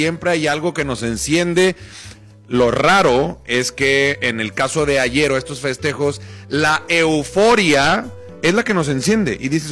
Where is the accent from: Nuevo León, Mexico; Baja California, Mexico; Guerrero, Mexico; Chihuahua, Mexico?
Nuevo León, Mexico; Monterrey; Como sociedad y como ciudadano mexicano, regiomontano, me alarma.